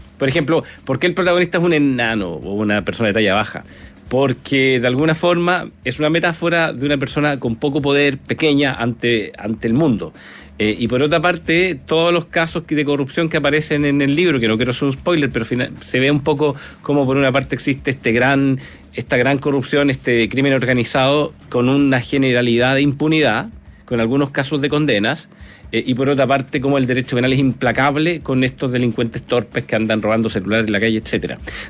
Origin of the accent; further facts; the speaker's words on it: Valparaíso, Chile; yo soy abogado de Valparaíso, estudié en la U de Valpo